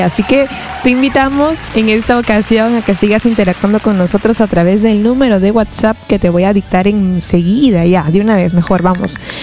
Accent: Peru; es nuestro querido Perú

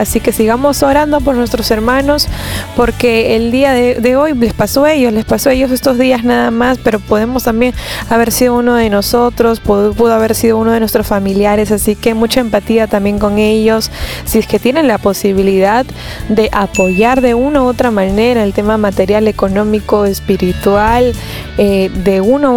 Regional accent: Peru

